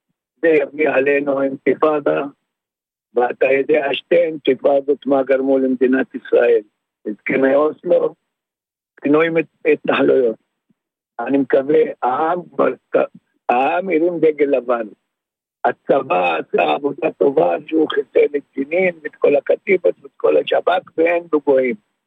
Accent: West Bank, Palestine; now in the Triangle, Israel; אני גר במשולש, אבל... אני גדלתי בשטחים וחייתי בשטחים בכפר פומנוק

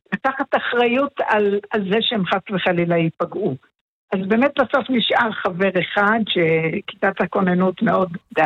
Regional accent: Menara, Northern District, Israel; born there; אנחנו גם גדלנו, אני בת קיבוץ גם גדלתי בתנאי פנימיה פחות או יותר, נכון? כי גדלנו בתי ילדים.

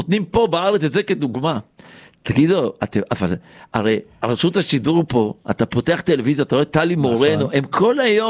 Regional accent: Tel Aviv, Tel Aviv District, Israel; אני מתל אביב.

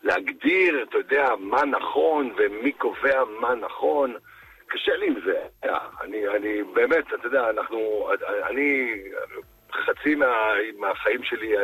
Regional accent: Haifa, Haifa District, Israel; אני אדם של שטח, אני לא אדם של תל אביב, בוא, אני בא מבת גלים בחיפה

